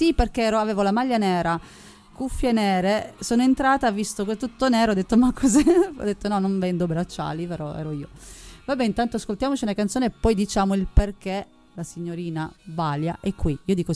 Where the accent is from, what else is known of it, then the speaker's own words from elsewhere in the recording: Apulia, Italy; Io da buona pugliese